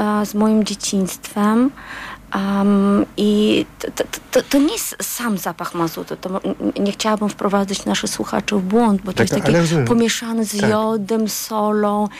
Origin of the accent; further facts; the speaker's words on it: Baku, Azerbaijan; Polish is a second language; moved away as an adult; now in Poland; Urodziłam się w Baku, w Azerbejdżanie. Jeszcze radzieckim